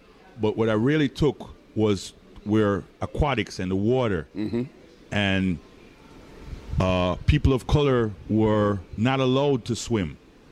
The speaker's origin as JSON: {"language": "English", "country": "Jamaica", "lives_now": "United States", "said": "I came from Jamaica, went to University of Houston, pledged fraternity."}